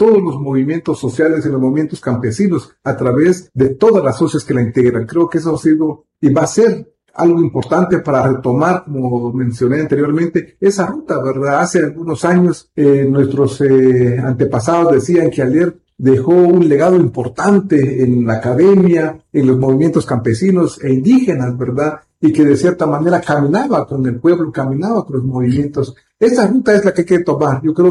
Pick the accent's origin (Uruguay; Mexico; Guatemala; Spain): Guatemala; first language Kaqchikel; Spanish is a second language; Me gustaría también mandarles un saludo en mi idioma materno, que es el cachiquel, que es uno de los 22 idiomas mayas que hablamos aquí en Guatemala.